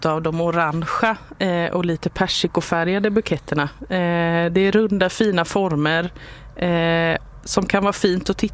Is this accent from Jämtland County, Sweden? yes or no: no; Blekinge, Sweden; moved away as an adult; now in Målilla area, Sweden; Jag kommer från Blekinge och det är en liten ort.